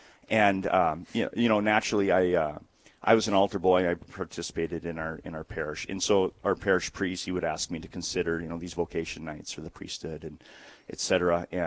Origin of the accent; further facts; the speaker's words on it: Sandstone, Minnesota, United States; I'm a boy of the Diocese of Duluth. I grew up in Sandstone, which is about an hour south of Duluth.